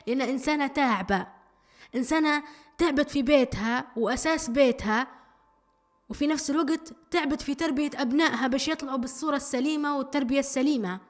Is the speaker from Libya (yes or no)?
yes; Libya; إحنا كليبيين وتربينا في عائلات